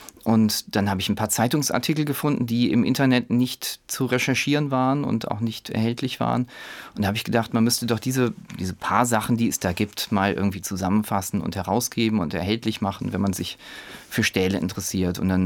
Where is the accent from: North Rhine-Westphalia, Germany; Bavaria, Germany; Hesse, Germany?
Hesse, Germany; Fulda; Da hatten wir in der Schule, also ich komme auch eben aus Fulda.